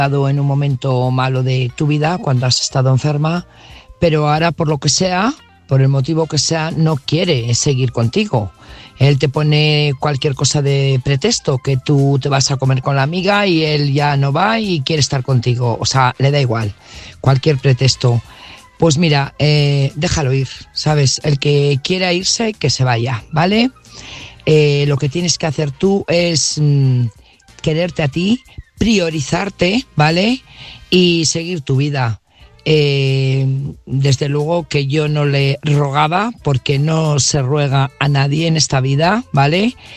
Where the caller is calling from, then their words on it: Burgos, Castile and León, Spain; corresponsal de Burgos